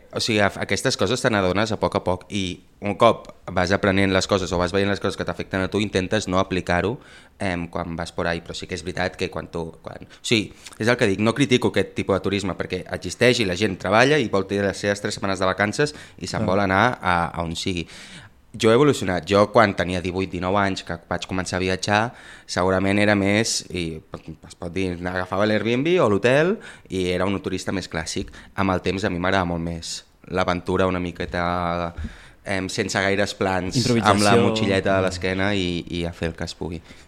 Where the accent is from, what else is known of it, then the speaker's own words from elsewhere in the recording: Sabadell, Catalonia, Spain; now in Barcelona, Spain; però hi visc només des de fa dos, perquè soc de Sabadell, però sí que he fet vida a Barcelona des que tinc els 18 anys.